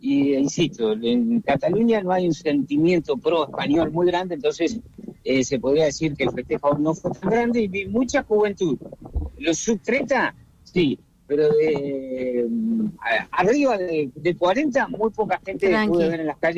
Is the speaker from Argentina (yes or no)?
yes; Argentina; como cualquier argentino, a la distancia